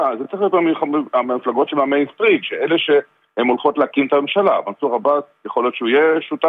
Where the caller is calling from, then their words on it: Haifa, Haifa District, Israel; אני מחיפה